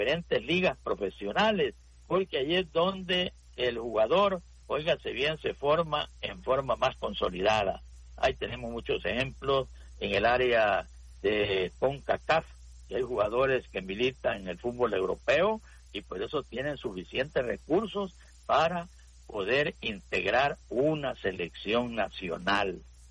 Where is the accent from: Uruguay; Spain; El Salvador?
El Salvador